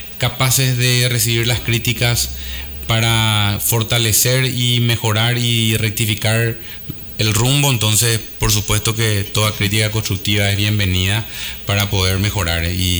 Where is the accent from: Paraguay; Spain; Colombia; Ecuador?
Paraguay; creer en nosotros mismos como paraguayos